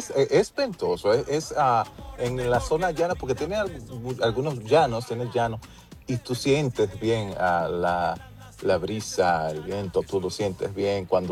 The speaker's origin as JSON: {"language": "Spanish", "country": "Dominican Republic", "lives_now": "Chicago, United States", "said": "Soy dominicano, aunque vivo aquí en Chicago, pero soy dominicano, y mis padres todavía son pastores allá en la República Dominicana."}